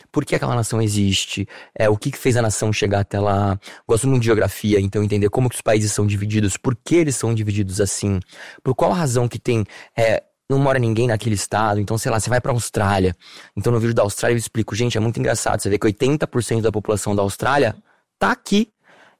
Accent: Rio de Janeiro, Brazil; born or raised there

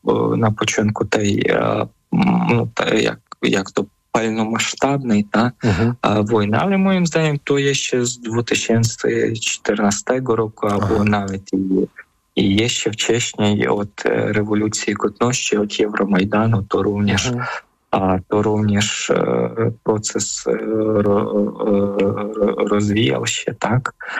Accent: Ukraine; Polish is a second language; No chyba, że jesteśmy Ukraińcami, że Ukrainiec to super

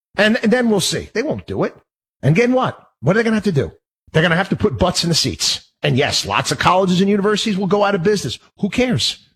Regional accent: Albany, New York, United States; I grew up in Albany, New York. I couldn't wait to get the blank out of there, for crying out loud.

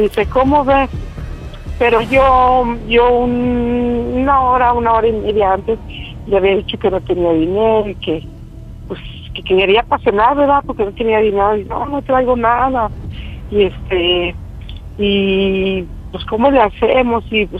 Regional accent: San Luis Potosí, Mexico; Tengo 49 años, soy de San Luis Potosí.

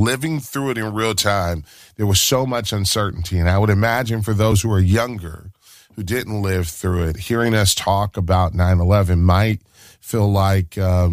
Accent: Michigan, United States; My life was lived between Michigan, my home state, and New York.

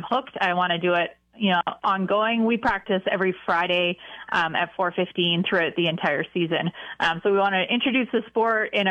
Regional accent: Canada; If you can't tell, I'm Canadian, so I say out and about funny.

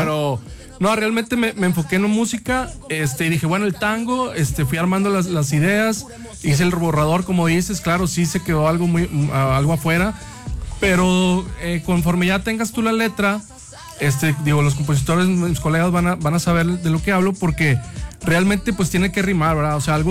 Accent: Mexico; todos somos mexicanos

